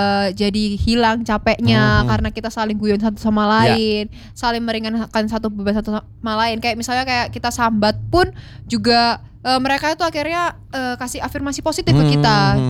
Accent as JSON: {"language": "Indonesian", "town": "Surabaya", "region": "East Java", "country": "Indonesia", "tie": "born or raised there", "said": "Walaupun aku dari kecil memang sudah di Surabaya."}